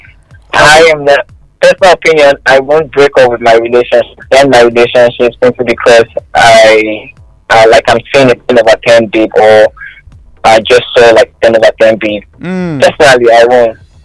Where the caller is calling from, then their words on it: Abuja, Federal Capital Territory, Nigeria; So I'm calling from Abuja, Gwari County, to be precise.